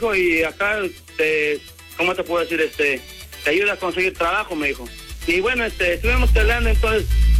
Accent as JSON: {"language": "Spanish", "region": "La Paz", "country": "Bolivia", "tie": "born or raised there", "moved": "as an adult", "lives_now": "Buenos Aires, Argentina", "said": "somos de La Paz, de la misma zona. Nos crecimos juntos como hermanos, así. Y resulta que hace 12 años yo me vine para acá."}